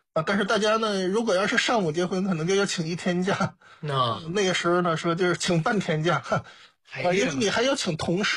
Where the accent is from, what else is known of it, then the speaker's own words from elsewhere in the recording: Northeast China, China; accent: Northeastern; now in Tianjin, China; 有的人还是能听出我有东北口音的。因为出租司机问我你是东北人还是天津人，所以我的话里它是有东北口音的余存